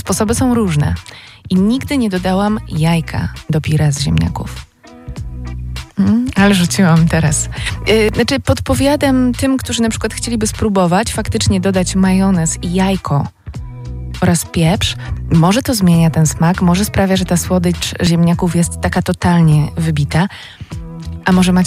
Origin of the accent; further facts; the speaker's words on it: Greater Poland Voivodeship, Poland; ja jako rodowita Wielkopolanka i człowiek wychowany na ziemniakach